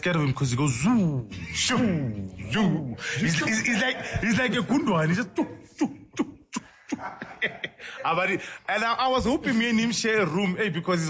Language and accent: English; Johannesburg, Gauteng, South Africa; born there; also born or lived in Papazela, Malamulele / Annandale; My father is Tsonga, and I grew up in Orlando West. Then we moved to Annadale, and I've got a Tswana wife, a beautiful Tswana wife.